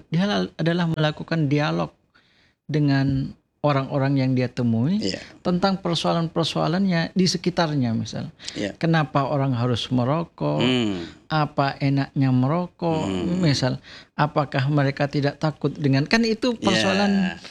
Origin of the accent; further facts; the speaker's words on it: Sumenep, East Java, Indonesia; saya orang Sumenep, tinggal di Sumenep